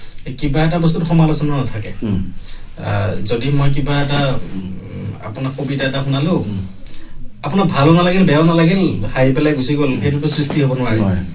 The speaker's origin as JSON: {"language": "Assamese", "region": "Assam", "country": "India", "said": "আর আমি অসমীয়া মানুহ মানে ইটো হেতুক সাপোর্ট করা"}